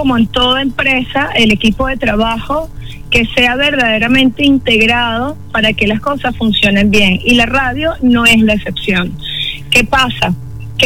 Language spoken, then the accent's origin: Spanish; Cumaná, Sucre, Venezuela; Que como yo vengo de Cumaná, que yo, acuérdate que yo tengo un año acá en la isla desde a mi regreso, porque bueno, ya yo había vivido acá antes